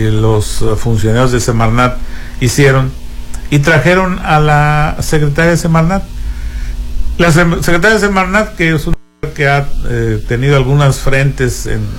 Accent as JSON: {"language": "Spanish", "region": "Sinaloa", "country": "Mexico", "said": "Yo soy un hombre de Sinaloa que quiero mucho a mi entidad"}